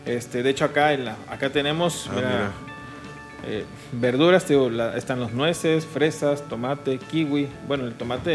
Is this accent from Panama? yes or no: no; Mexico; la dieta que llevamos como mexicanos es exceso de carbohidratos.